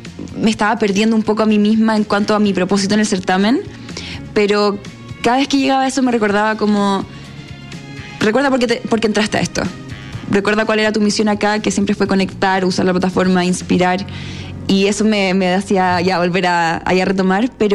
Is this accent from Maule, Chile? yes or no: no; Viña del Mar, Valparaíso, Chile; moved away as an adult; now in Santiago, Chile; Yo soy de Viña, pero me vine acá a estudiar en la universidad hace varios años y estoy viviendo aquí.